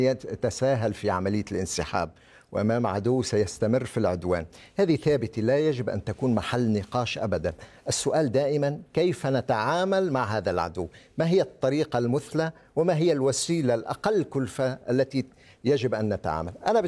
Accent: Lebanon

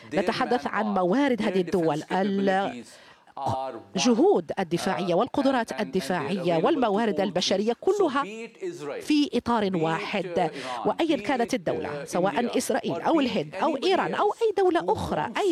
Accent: Pakistan; أعتقد أنا كباكستاني فإن هذه تعتبر مرحلة تتسم بالكثير من الفخر

